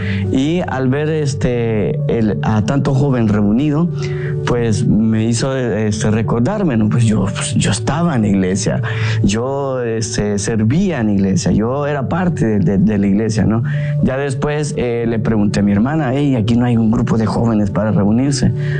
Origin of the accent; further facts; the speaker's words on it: El Salvador; Soy originario de El Salvador y soy escolapio.